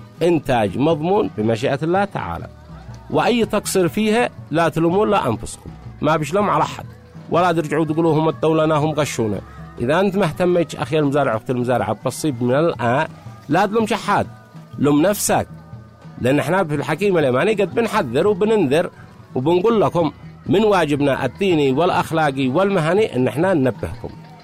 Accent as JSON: {"language": "Arabic", "town": "Sanaa", "region": "Amanat Al Asimah", "country": "Yemen", "said": "بما نسمي عندنا في صنعاء الصيف"}